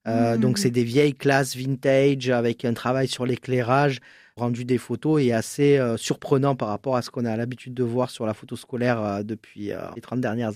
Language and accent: French; Marseille, Provence-Alpes-Côte d'Azur, France; Je suis originaire de Marseille. Je suis né à Marseille. J'ai un petit frère. On a 6 ans et demi d'écart. Et on vient du quartier des Chartreux.